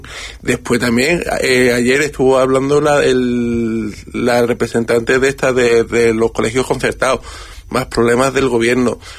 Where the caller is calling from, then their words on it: Ceuta, Spain; yo vivo en Ceuta y me quedo por Ceuta.